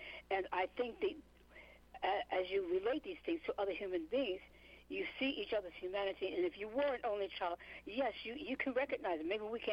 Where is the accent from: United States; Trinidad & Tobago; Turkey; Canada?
United States; New York; Oh, well, as a New Yorker, brought up in the streets with, now, some of my family were kind of in and out